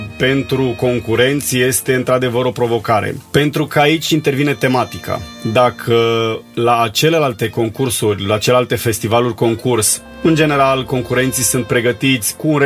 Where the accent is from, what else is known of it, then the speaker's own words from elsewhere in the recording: Romania; pentru noi ca români.